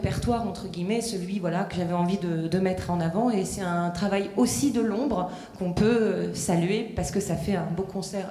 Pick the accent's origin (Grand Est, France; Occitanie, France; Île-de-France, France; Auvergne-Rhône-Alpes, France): Île-de-France, France; Paris; moi, je suis, bon, une citoyenne du monde, mais je viens de Paris